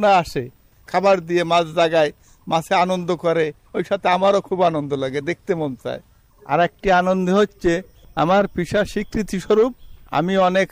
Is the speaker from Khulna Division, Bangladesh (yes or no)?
yes; Bagerhat, Khulna Division, Bangladesh; আমাদের বাড়ি হলো বাগেরহাট ফকিরহাট উপজেলা বাহিরদিয়া গ্রাম।